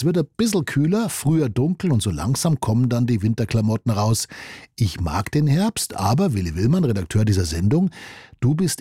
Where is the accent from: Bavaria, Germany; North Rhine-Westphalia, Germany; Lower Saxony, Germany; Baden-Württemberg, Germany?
Bavaria, Germany; Regensburg; Genau diese Einstellung brauchen wir gerade bei meiner Heimatstadt Regensburg.